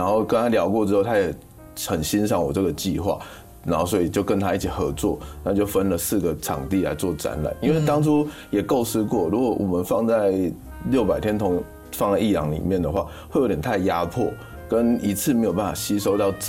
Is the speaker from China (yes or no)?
no; Taipei, Taiwan; 没有，我是台北人。